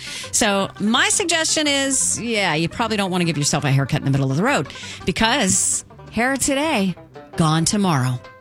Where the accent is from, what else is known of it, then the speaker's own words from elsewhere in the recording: Florida, United States; now in San Diego, United States; Hi, I am a proud San Diegan. Go Padres! It's going to be crazy tonight down on the gas lamp. However, I am originally from Florida